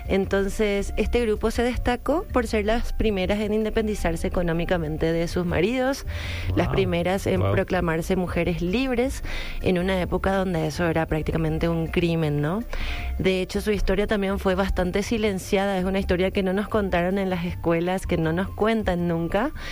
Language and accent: Spanish; Paraguay